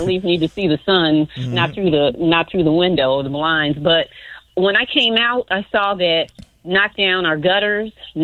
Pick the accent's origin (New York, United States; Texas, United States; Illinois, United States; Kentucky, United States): Illinois, United States; Chicago; I came from Bronzeville. Me and Matt lived a few weeks apart.